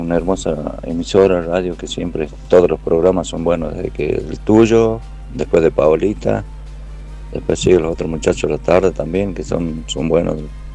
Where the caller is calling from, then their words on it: Juan Bautista Alberdi, Tucumán, Argentina; de Alberdi.